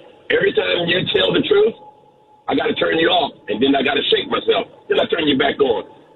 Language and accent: English; Ohio, United States; Hey, I've called you before. I'm the guy from Ohio